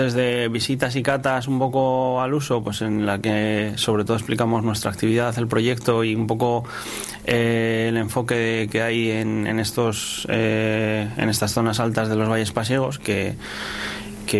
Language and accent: Spanish; Torrelavega, Cantabria, Spain; yo soy de Dualez, de un barrio de Torlavega, que está prácticamente dentro de la Isniace